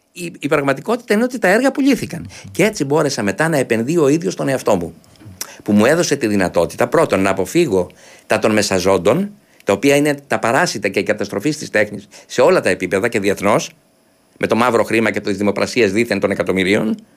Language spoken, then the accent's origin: Greek; Kefalonia, Ionian Islands, Greece; moved away as an adult; also born or lived in Athens; αισθανόμουν οικία και στην Αθήνα ως Κεφαλονίτης.